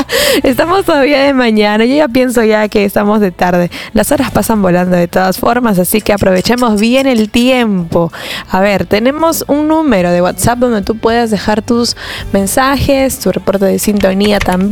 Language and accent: Spanish; Peru; por hacernos peruanos también.